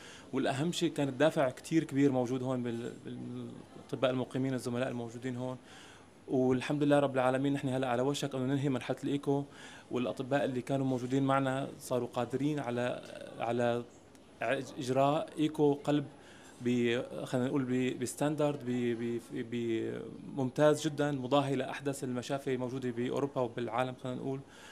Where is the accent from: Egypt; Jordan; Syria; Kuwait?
Syria; Homs, Homs Governorate; نحن بحكم أنه أنا ابن مدينة حمص،